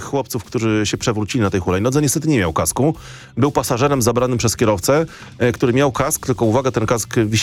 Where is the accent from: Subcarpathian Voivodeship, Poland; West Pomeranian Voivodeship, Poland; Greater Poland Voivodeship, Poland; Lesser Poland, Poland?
Lesser Poland, Poland; Wieliczka; w okolicach Wieliczki, mojego rodzinnego miasta